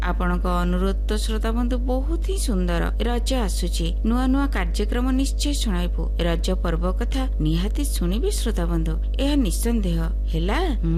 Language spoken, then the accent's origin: Odia; Odisha, India; ଆମେ ଓଡ଼ିଆ, ଆମ ଭାଷା ଓଡ଼ିଆ, ଆମ ଭାଷାର ଉନ୍ନତି ପାଇଁ ଆପଣମାନେ ଗୋଟିଏ ଗୋଟିଏ ସୂତ୍ରଧର ହୋଇ ଆଗେଇ ଚାଲନ୍ତୁ।